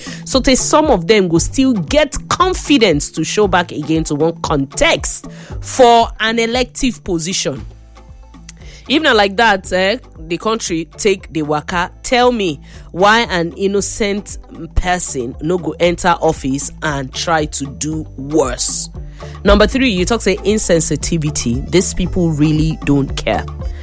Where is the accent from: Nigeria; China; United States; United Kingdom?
Nigeria; As far as I'm concerned, as far as I'm a Nigerian, Tinubu has done good to me.